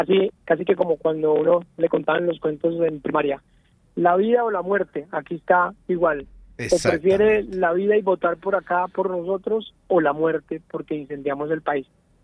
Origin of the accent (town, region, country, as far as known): Colombia